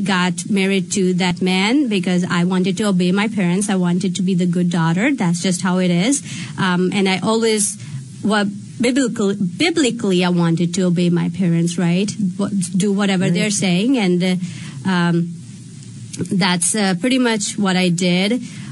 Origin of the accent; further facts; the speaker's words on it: Pakistan; moved away as an adult; now in United States; I grew up in Islamic Republic on Pakistan.